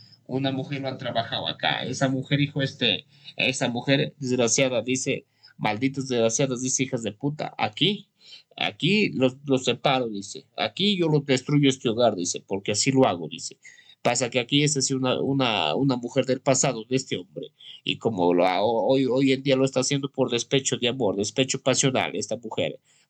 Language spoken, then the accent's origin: Spanish; Huancabamba, Piura, Peru; born there; A donde me vaya, a donde me encuentre, de mi tierra Huancabamba. Huancabamba, la tierra que me vio nacer, siervos. Sí, Huancabamba, la tierra que me dio nacer. Desde la provincia de Huancabamba, Salalá, Sondorillo